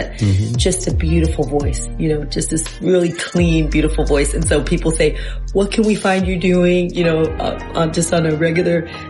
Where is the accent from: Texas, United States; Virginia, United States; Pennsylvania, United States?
Texas, United States; And then I'm a Texan, so I mean, hey.